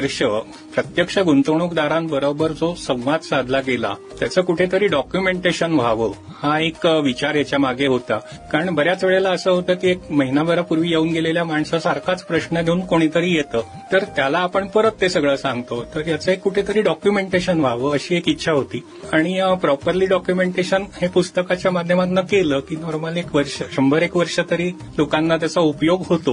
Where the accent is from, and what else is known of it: Maharashtra, India